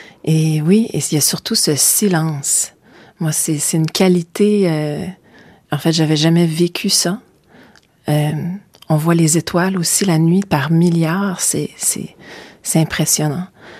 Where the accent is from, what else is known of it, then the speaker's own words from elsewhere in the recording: Montreal, Quebec, Canada; moved away; moi, j'ai grandi à Montréal.